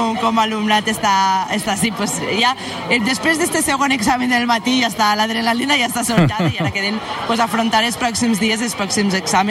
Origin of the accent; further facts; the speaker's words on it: Xeraco, Valencian Community, Spain; Jo soc de Xeraco també